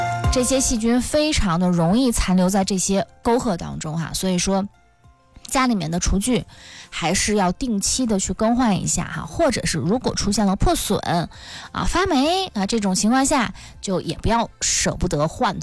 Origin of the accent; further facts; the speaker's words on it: Northeast China, China; accent: Northeastern (Dongbei) dialect; 用我们东北话说呢